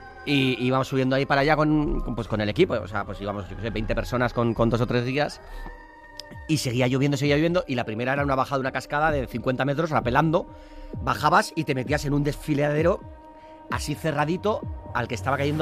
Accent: San Sebastián, Basque Country, Spain

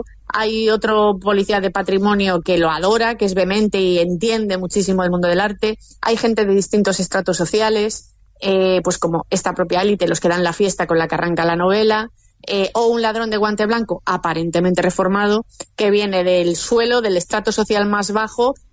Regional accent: Galicia, Spain; A poco, como buena gallega, con mucha prudencia siempre.

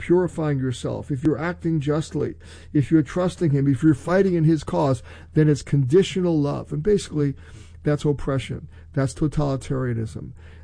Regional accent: United States; as an American Christian

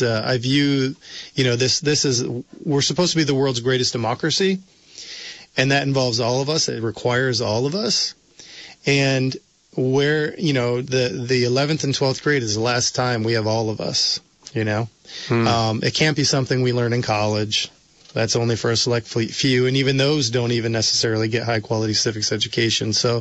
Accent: New York, United States; I grew up in New York State. You know, we had Regents exams.

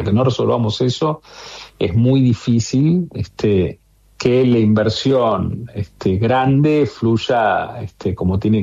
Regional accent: Argentina

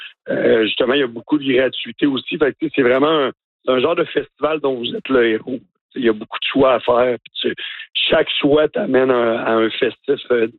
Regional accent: Baie-Saint-Paul, Quebec, Canada; born or raised there

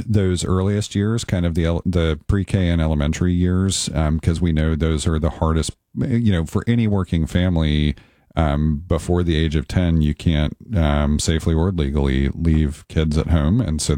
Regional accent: Nashville, Tennessee, United States; growing up in Nashville, I benefited from both home based childcare and on site childcare at childcare facilities.

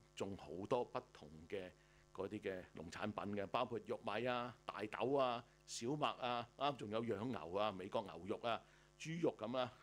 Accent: Australia; 呢度值得我哋澳洲人咧自豪啊！

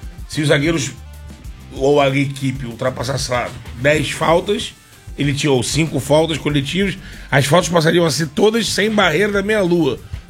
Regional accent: Rio de Janeiro, Brazil

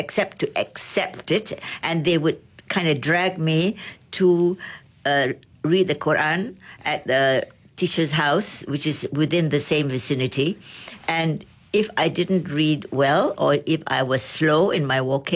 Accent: Penang, Malaysia; born or raised there

